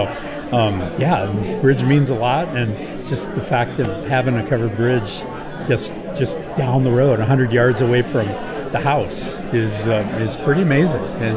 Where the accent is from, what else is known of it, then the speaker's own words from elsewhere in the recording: Iowa, United States; now in Oregon, United States; I grew up in Iowa